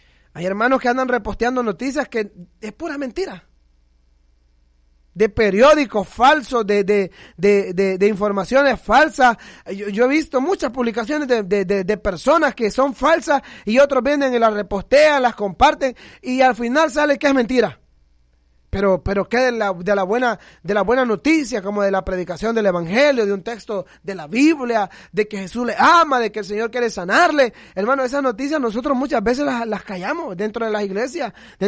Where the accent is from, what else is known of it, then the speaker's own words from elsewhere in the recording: El Salvador; nosotros como salvadoreños